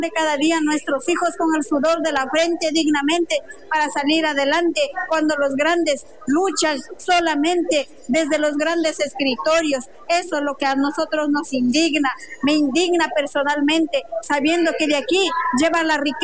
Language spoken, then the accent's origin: Spanish; Ecuador; Realmente les digo que es triste, indignante que a nosotros como ecuatorianos nos quieran engañar